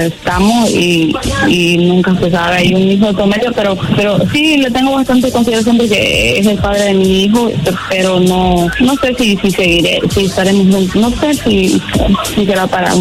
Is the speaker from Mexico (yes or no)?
yes; Mexico; born there; Nací ahí en México, sí, y tenía bastante comunicación así y todo, pero...